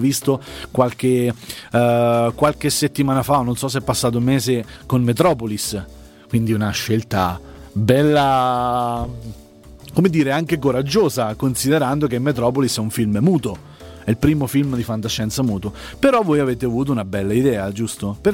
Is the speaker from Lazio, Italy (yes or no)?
yes; Lazio, Italy; essendo cresciuto, anche essendo del quartiere. Sì, anch'io ero sono di Via dei Velini